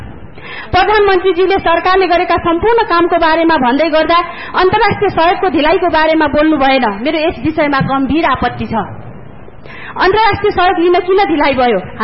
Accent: Baglung District, Gandaki Province, Nepal; मेरो गृह जिल्ला बाग्मुङका

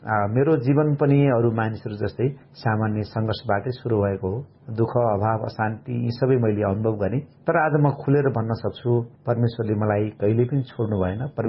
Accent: Birendranagar, Karnali Province, Nepal; now in Kathmandu, Nepal; मेरो खास मेरो ओरिजन सुर्खेत जिल्ला वीरेन्द्रनगर नगरपालिका वार्ड नम्बर 10 पर्छ। मेरो बाल्यकाल त्यहीँ सुर्खेतमै बित्यो र पढाइको सिलसिलामा अनि म काठमाडौँतिर आएँ।

